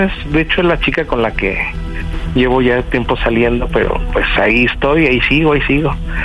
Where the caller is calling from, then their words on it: Mexico City, Mexico; Soy de la Ciudad de México y tengo 39 años.